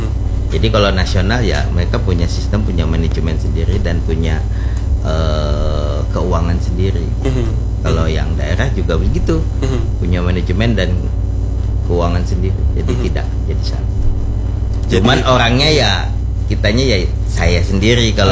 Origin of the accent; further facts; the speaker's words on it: Banjar, South Kalimantan, Indonesia; born there; moved away; kita tamu juga kan di Banjarmasin. Walaupun kita kelahiran Banjar, tapi jadi tamu tetap.